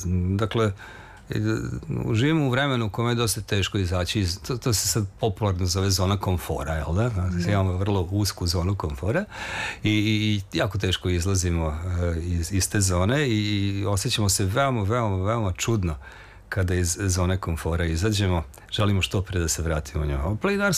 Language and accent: Serbian; Novi Sad, Vojvodina, Serbia; Za mene je važna Fruška Gora, ja sam iz Novog Sada i to je planina.